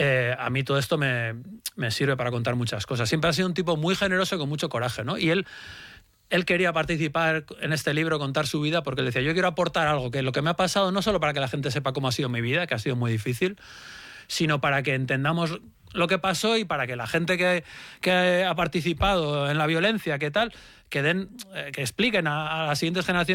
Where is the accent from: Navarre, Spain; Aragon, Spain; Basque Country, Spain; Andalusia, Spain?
Basque Country, Spain; San Sebastián; yo soy de Donostiarra del 76, pero yo creo que los que fuimos niños en los 80... los niños vascos de los 80 todos nos decían